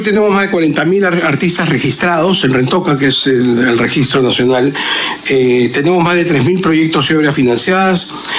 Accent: Peru; de reconocernos todos dentro de nuestras diferencias como peruanos.

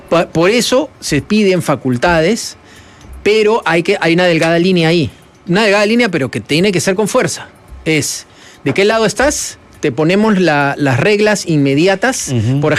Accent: Peru; cuando nosotros miramos 15.000 como peruanos

